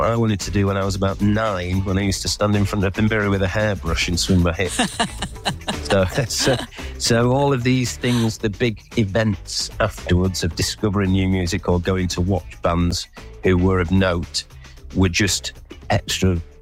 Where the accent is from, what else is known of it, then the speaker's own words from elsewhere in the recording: York, Yorkshire and the Humber, United Kingdom; we're from York and it's not the coolest of places to come from, or so the press used to say about us.